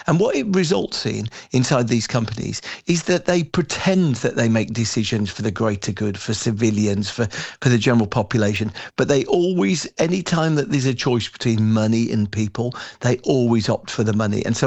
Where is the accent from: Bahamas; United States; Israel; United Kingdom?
United Kingdom; as a British person on the ground in a technology company